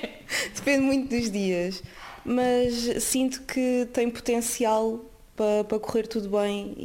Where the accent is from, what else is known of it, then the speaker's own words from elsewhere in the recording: Seixal, Setúbal, Portugal; eu sou do Seixal e venho só trabalhar para o bairro.